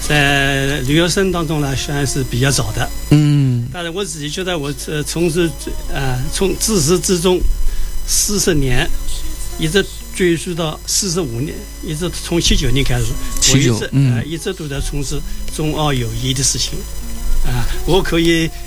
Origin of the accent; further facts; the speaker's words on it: Yangzhong, Jiangsu, China; moved away; 我们扬中